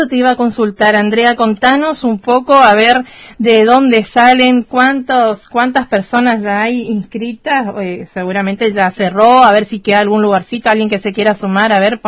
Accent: Corrientes, Argentina; nosotros que somos correntinos de ley

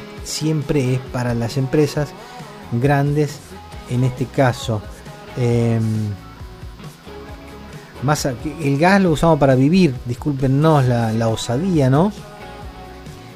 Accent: Argentina; vivimos en este país, somos argentinos.

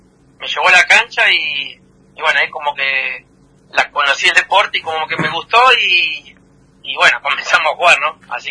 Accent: Concepción del Uruguay, Entre Ríos, Argentina; born there; Yo tengo 27 años, sí, cumplí hace poquito, el 4 de junio. Soy de Concepción del Uruguay, Entre Ríos. Nací ahí, ¿no? Tengo toda mi familia ahí.

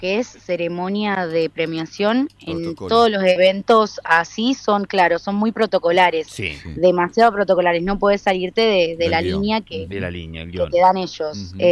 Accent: Concordia, Entre Ríos, Argentina; now in Rosario, Argentina; mis amigos rosarinos me dicen que todo el tiempo hablo de Concordia, de Entre Ríos, y sí, es verdad, soy orgullosamente entrerriana y concordiense.

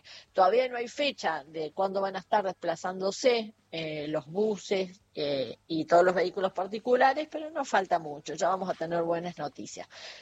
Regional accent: Argentina; Pero como nosotros vivimos en Argentina, decimos, vamos a hablar trans. Como argentinos y vamos a decir tránsito.

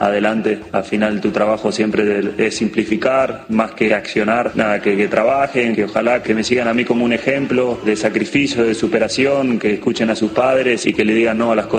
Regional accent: Argentina; quiero que nos recuerden como cualquier argentino, que somos trabajadores, que nunca nos dan por vencido.

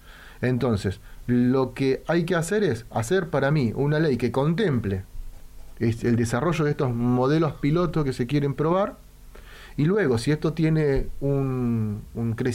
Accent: Santa Cruz, Argentina; primero y principal, soy de Santa Cruz.

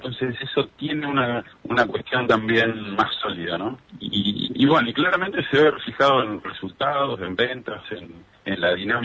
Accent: Chubut, Argentina; Si bien somos patagónicos

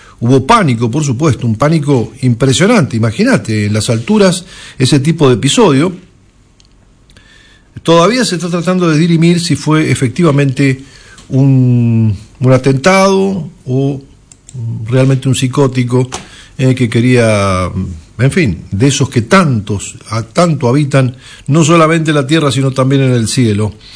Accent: San Rafael, Mendoza, Argentina; moved away; decían en mi pueblo allá en San Rafael.

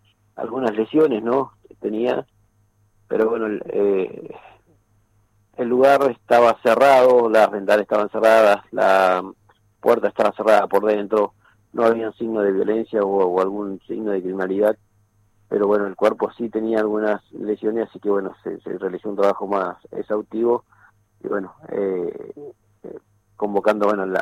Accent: Chos Malal, Neuquén, Argentina; somos de Chosmalal

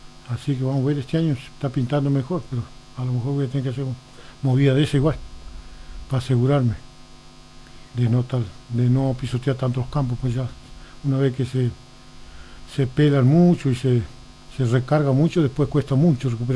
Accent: Argentina; moved away; Yo nací de Villa Yanquín arriba, ahí... Arriba tengo mi hermano todavía, donde nacimos, donde estaba mi padre, mi madre.

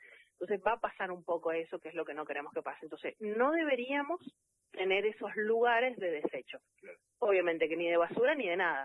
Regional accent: San Juan, Argentina; Yo soy de San Juan capital, pero mi mamá es hachallera

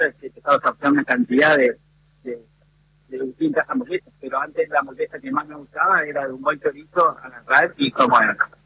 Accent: Viale, Entre Ríos, Argentina; born there; yo tenía acá 50 kilómetros, tengo donde nací en Viale, tengo un pequeño lugar donde procesamos la carne

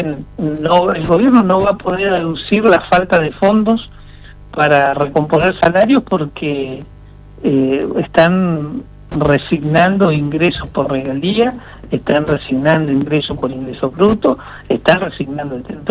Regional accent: Neuquén, Argentina; nosotros somos neuquinos.

